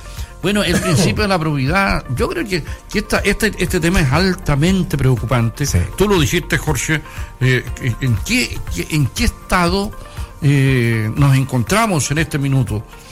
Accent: Chile; tenemos que organizarnos como chilenos y chilenas

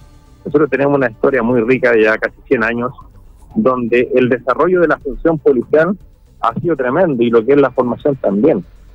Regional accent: Chile; Somos de la comunidad y somos chilenos.

